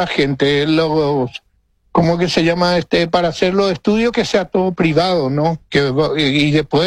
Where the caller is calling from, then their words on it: Paraguay; que yo soy también paraguayo